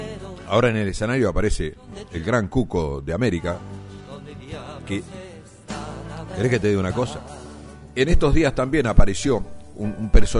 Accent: Argentina

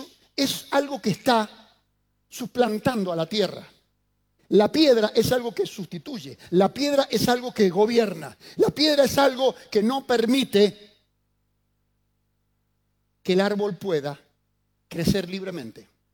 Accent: Mendoza, Argentina; me crié en el campo, me crié en Mendoza

